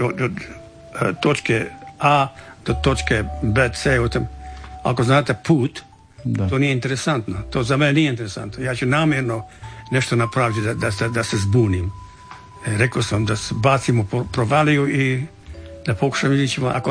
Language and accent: Croatian; Čavoglave, Šibenik-Knin County, Croatia; now in Australia; Ja sam Hrvat, ja nikad neću prestati biti Hrvat.